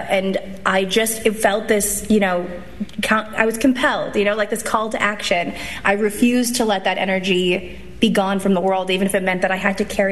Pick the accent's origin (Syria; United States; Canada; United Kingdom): Canada; So, and I'm Canadian, so it's even worse.